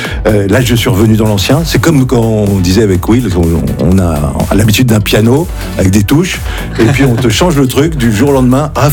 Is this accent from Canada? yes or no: no; Annecy, Auvergne-Rhône-Alpes, France; Moi, je suis de Haute-Savoie.